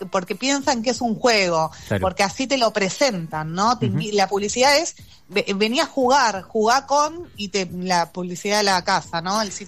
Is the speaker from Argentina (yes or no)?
yes; Argentina; a nosotros como argentinos y argentinas